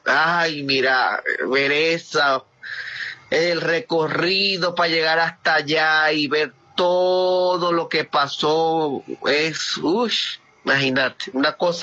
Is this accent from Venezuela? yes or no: yes; Maracaibo, Zulia, Venezuela; accent: maracucho; como maracucho que soy, el acento se enmarca mucho más y es mucho más divertido para ellos, porque nunca habían escuchado nuestro acento maracucho.